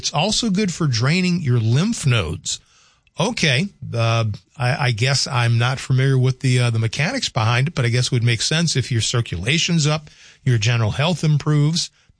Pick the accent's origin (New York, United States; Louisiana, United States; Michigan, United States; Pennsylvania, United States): Louisiana, United States; New Orleans; moved away; And so 9 to 10 months out of the year in New Orleans, you could be in a pool.